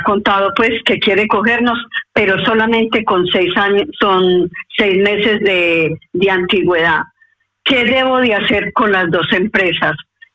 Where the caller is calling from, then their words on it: Torremolinos, Andalusia, Spain; vivo en Torremolinos.